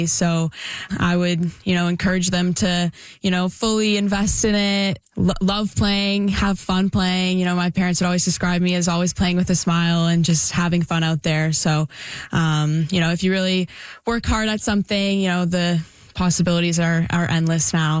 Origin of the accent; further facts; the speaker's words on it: Ottawa, Ontario, Canada; It's been an amazing experience playing back home in front of my family and friends. And to be able to represent this city in my hometown is truly amazing.